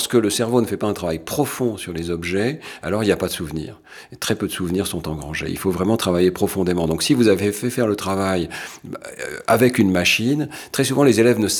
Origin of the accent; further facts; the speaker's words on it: Roubaix, Hauts-de-France, France; On a parlé au tout départ de mon enfance à Roubaix.